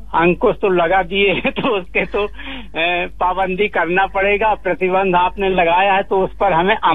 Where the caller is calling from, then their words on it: Satna district, Madhya Pradesh, India; मैं बता दूं कि ग्राम कल्पा जिला सतना से